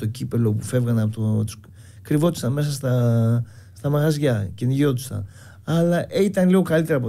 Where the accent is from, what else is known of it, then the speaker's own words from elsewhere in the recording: Piraeus, Attica, Greece; born there; Γεννήθηκα Ολυμπιακός, επειδή γεννήθηκα εκεί στον Πειραιά